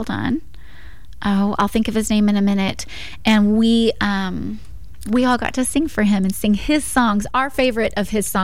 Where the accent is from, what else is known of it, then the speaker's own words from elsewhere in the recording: Kerrville, Texas, United States; I'm originally from Kerrville